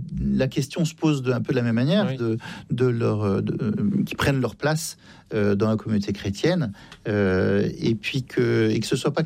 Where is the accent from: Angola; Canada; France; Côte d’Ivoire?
France